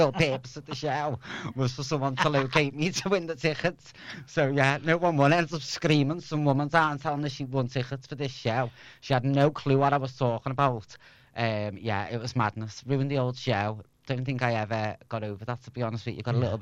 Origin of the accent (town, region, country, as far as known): Liverpool, North West England, United Kingdom; also born or lived in China